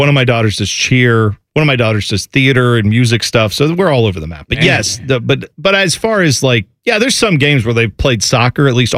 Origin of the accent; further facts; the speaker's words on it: Columbus, Ohio, United States; I lived over by Independence High School. I didn't grow up in Dublin.